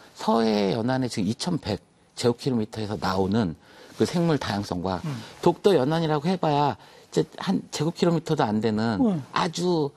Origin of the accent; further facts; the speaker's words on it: Seoul, South Korea; born there; 저는 이제 서울에서 태어났지만, 부모님이 이제 목포 장흥, 이렇게, 예, 전라도 쪽이라서요.